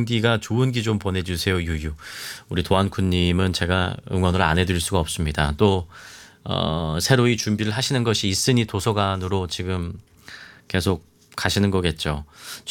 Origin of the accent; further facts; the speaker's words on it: Pyeongchang, Gangwon, South Korea; 제가 강원도 평창 출신인데 그렇게 사투리 쓰는 거 아니더래요.